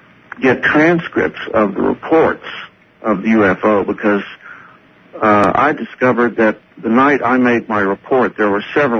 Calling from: Austin, Texas, United States; calling from Austin.

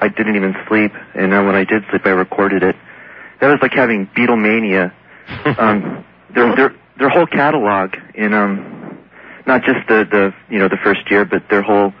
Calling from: San Antonio, Texas, United States; in San Antonio.

